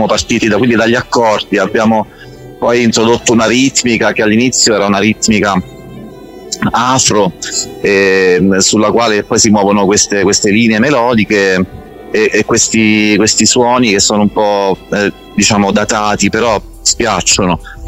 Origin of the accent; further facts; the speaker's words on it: Ascoli Piceno, Marche, Italy; io sono di Ascoli Piceno, e quindi la provincia che confina, delle Marche, che confina con l'Abruzzo.